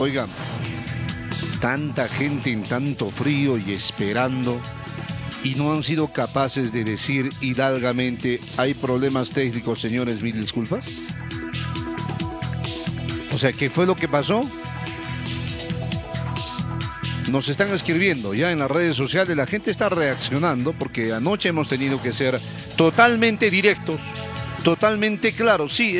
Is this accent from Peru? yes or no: yes; Cusco, Peru